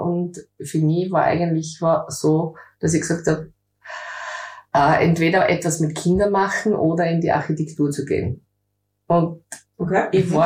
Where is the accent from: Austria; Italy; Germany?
Austria; Fürstenfeld, Styria; Ich bin eine echte Fürstenfelderin. Durfte noch in Fürstenfeld im Krankenhaus geboren werden. Das heißt, gibt's heute nicht mehr die Geburtenstation, aber ich bin eine echte Fürstenfelderin.